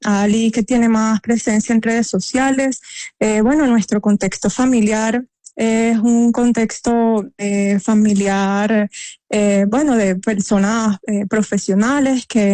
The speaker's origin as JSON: {"language": "Spanish", "town": "Santa Marta", "region": "Magdalena", "country": "Colombia", "said": "tu hermana me dijo que esta era su playa favorita en todo el mundo y somos samarios"}